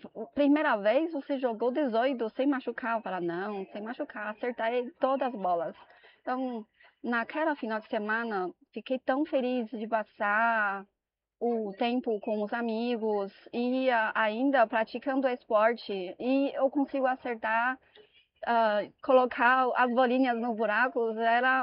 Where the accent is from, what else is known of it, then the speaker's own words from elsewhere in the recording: China; Portuguese is a second language; moved away as an adult; now in Brazil; Sou chinesa e sou da China mesmo.